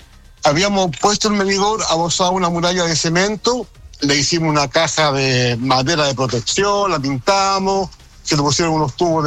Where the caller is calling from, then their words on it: Valparaíso, Chile; vivo yo en Placeres